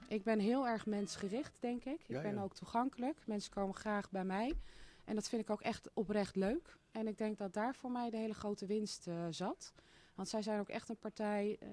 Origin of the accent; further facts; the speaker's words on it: Huizen, North Holland, Netherlands; born there; moved away as an adult; now in Hierden, Netherlands; Ik kom uit Huizen. Huizen? Ja, daar ben ik geboren.